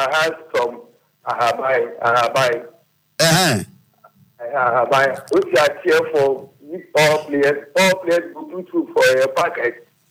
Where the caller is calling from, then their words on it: Amasaman, Greater Accra, Ghana; I'm calling from Amasama Stadium.